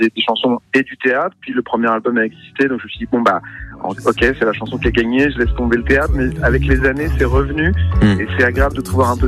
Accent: Évreux, Normandy, France; born there; also born or lived in Saint-Étienne; Je suis né à Évreux juste parce que mes parents ont été nommés profs en Normandie.

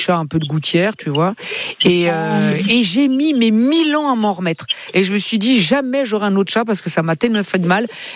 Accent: Annecy, Auvergne-Rhône-Alpes, France; moved away as an adult; also born or lived in Paris; Moi, je passe mon bac, je viens d'Annecy, tu sais, en Haute-Savoie. Je passe mon bac à l'âge de 17 ans

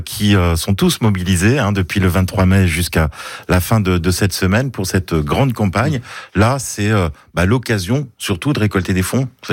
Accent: Nouvelle-Aquitaine, France; Chez nous, en Limousin, par exemple, la Croix-Rouge, bon.

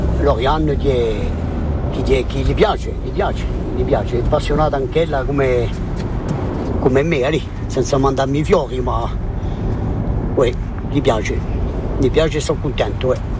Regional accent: Vezzani, Corsica, France; Io sono mica qui, io sono di Vezzani e quando posso collo, eh.

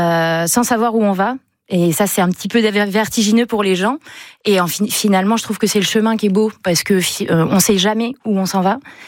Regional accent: Normandy, France; now in La Rochelle, France; Je suis normande

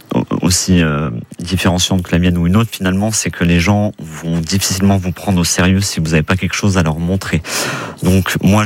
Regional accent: Marignier, Auvergne-Rhône-Alpes, France; Je suis originaire de la vallée de l'Arve. J'ai grandi une grande partie de ma vie à Marigny.

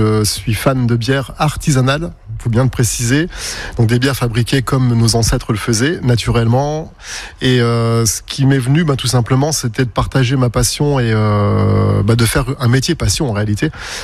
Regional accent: Richemont, Grand Est, France; nous sommes originaires de Richemont.

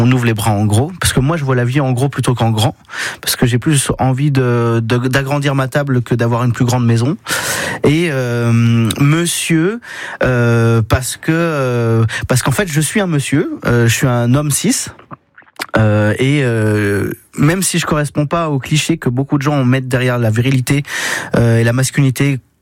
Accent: Saint-Étienne, Auvergne-Rhône-Alpes, France; born there; also born or lived in Lyon; now in Sainte-Colombe-sur-Gand, France; Alors, que... oui, bah, je suis né à Saint-Étienne.

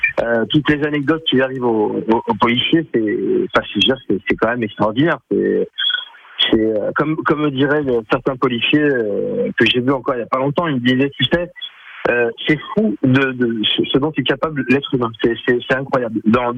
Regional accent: Lyon, Auvergne-Rhône-Alpes, France; à Lyon, que je suis lyonnais.

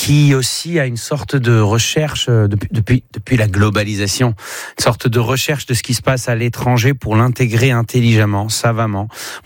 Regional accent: Tel Aviv, Tel Aviv District, Israel; now in France; la ville où j'ai grandi, à Tel Aviv.

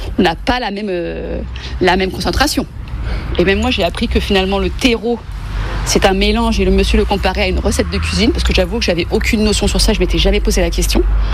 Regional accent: Cadenet, Provence-Alpes-Côte d'Azur, France; je viens de Cadenet

